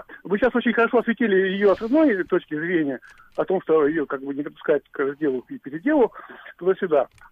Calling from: Trans-Urals, Russia; я из Зауралья.

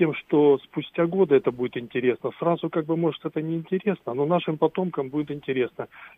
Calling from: Khabarovsk, Khabarovsk Krai, Russia; из Хабаровска вас беспокоит.

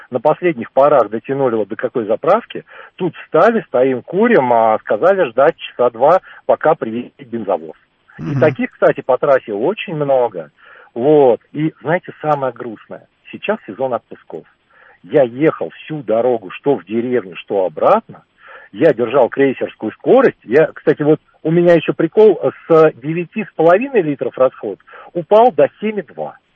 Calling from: Lipetsk Oblast, Russia; Был я на выходных у себя на родине в Липецкой области.

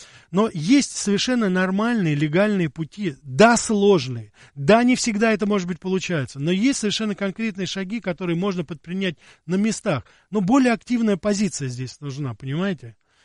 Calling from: Krasnodar, Krasnodar Krai, Russia; Ну, всем привет, я передаю из Краснодара.

